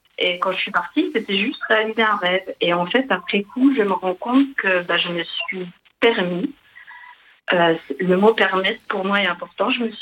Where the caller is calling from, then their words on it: Grand Est, France; j'appelle des Vosges.